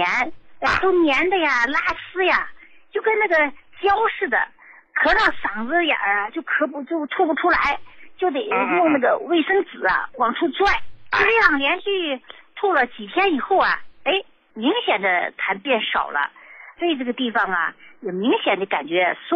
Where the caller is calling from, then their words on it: Tongliao, Inner Mongolia, China; 我是来自内蒙通辽地区的一位听众。